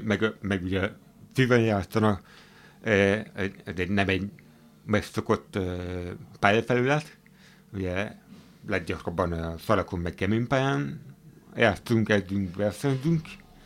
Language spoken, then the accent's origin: Hungarian; Debrecen, Hajdú-Bihar, Hungary; de meg hát ugye debreceni vagyok, tehát ugye Debrecenben nagyon sokáig nem is volt kemény pálya.